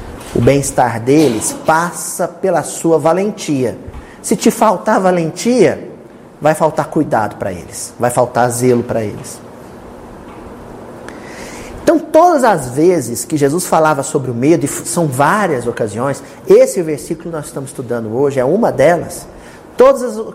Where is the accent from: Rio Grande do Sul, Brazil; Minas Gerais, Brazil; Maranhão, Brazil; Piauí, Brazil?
Minas Gerais, Brazil; nós somos aqui, nós somos mineiros